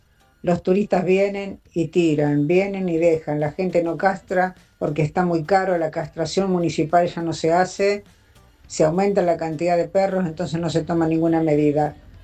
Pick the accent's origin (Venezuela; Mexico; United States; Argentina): Argentina; Buenos Aires; now in Capilla del Monte, Argentina; nativa de Buenos Aires, pero vivo en Capilla del Monte.